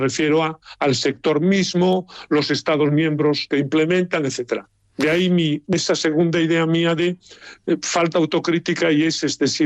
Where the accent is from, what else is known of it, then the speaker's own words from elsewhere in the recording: Galicia, Spain; Por tanto, Europa, España y desde luego mi tierra, Galicia, no podemos privarnos de un sector tan importante